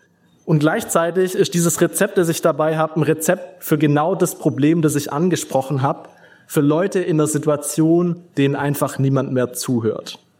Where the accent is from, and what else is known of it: Tuttlingen, Baden-Württemberg, Germany